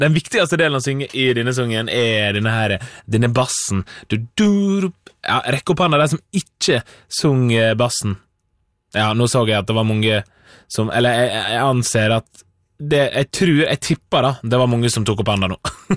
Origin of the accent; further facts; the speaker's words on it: Møre og Romsdal, Norway; accent: Sunnmøre dialect; moved away; det å være hjemme på Sunnmøre kommer jo med mye regn, men også mye familie, mye venner, mye god stemning og litt sånn nostalgisk følelse av å være hjemme på sommerferien. I tillegg så det mye dialekt. Ja da, fordi jeg har jo en dialekt